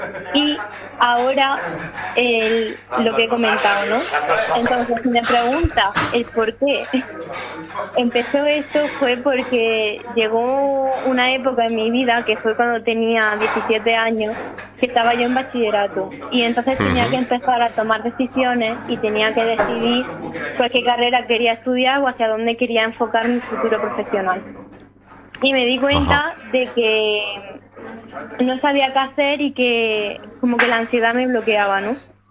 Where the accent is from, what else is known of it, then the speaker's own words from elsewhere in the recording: Cantoria, Andalusia, Spain; now in Granada, Spain; De un pueblo de Cantoria.